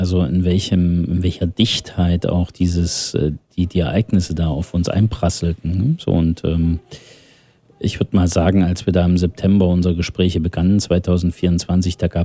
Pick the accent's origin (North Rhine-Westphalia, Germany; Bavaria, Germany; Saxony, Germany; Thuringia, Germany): Thuringia, Germany; Mitmenschen aus Thüringen rausholen. So. Und das deutlich zu machen, was ist der richtige Weg für meine Heimat